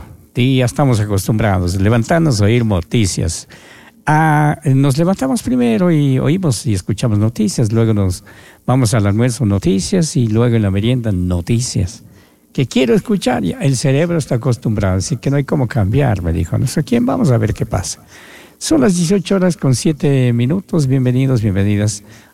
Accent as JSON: {"language": "Spanish", "country": "Ecuador"}